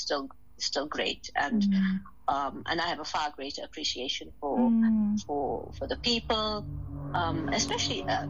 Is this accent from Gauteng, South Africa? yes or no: no; Durban, KwaZulu-Natal, South Africa; now in United Kingdom; I'm South African.